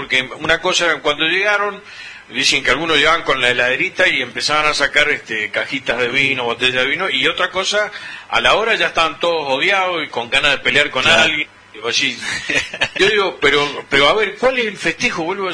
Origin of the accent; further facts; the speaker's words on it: Argentina; Todos somos argentinos.